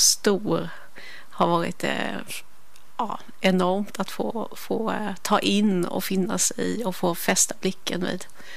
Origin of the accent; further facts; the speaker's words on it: Hagshult, Jönköping County, Sweden; moved away as an adult; now in Gothenburg, Sweden; I Hagshult, eller Hagshult som man säger om man inte är infödd där. Där är jag uppväxt.